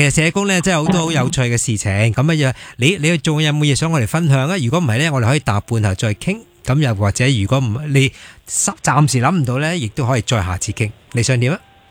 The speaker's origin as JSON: {"language": "Cantonese", "country": "Hong Kong", "said": "我们香港"}